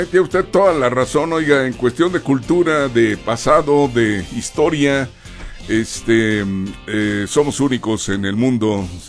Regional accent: Mexico; Sí, todos somos mexicanos

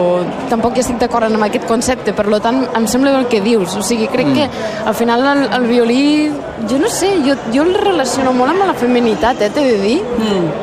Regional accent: Agramunt, Catalonia, Spain; moved away; Jo soc de Gramunt.

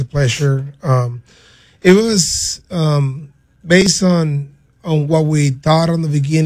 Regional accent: Venezuela; English is a second language; moved away as an adult; now in United States; I'm from Venezuela, born and raised in Venezuela, and I came from Venezuela as a ball player, came here, do some college and stuff.

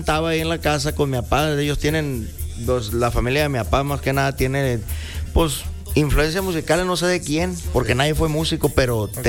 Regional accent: Ciudad Obregón, Sonora, Mexico; de allá somos, de Obregón, sí. Sonora, y bendecidos y orgullosos de ser de allá.

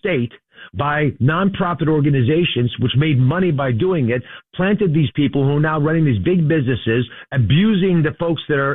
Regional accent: Philadelphia, Pennsylvania, United States; John has a nexus with Pennsylvania. It's my home state, my home city.

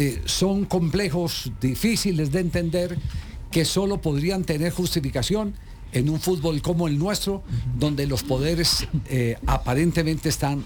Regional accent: Caldas, Colombia

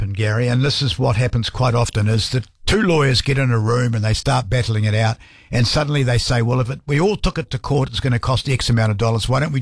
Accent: New Zealand; as a Kiwi

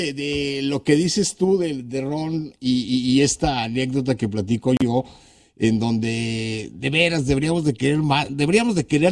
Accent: Mexico; nosotros como mexicanos

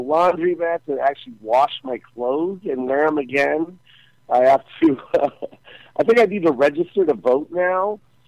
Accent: Las Vegas, Nevada, United States; And that's my hometown too.

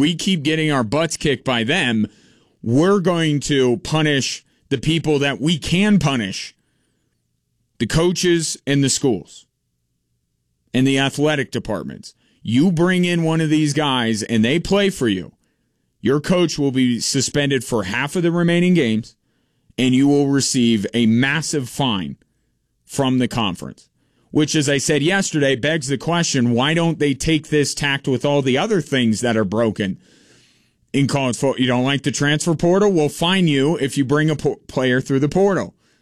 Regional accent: Colorado, United States; born and raised in Colorado

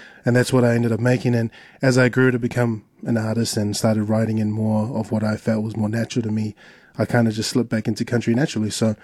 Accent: New Zealand; growing up in New Zealand, being a Samoan

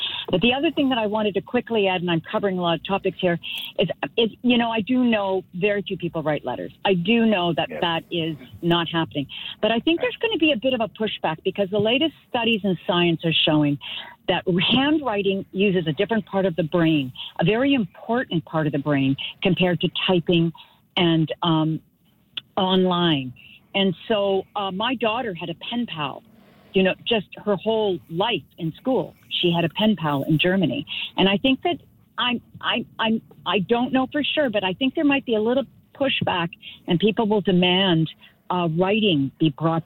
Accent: Lunenburg, Nova Scotia, Canada; Yeah, well, I was brought up in Lunenburg, but then I lived outside, and when I got mail delivery, it was a shock. But in Lunenburg, since the 1960s that I grew up

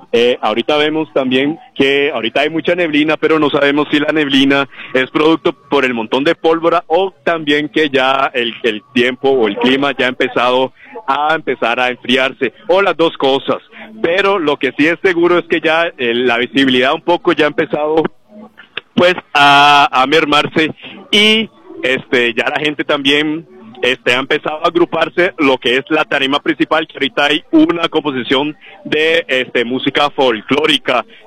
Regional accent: Costa Rica

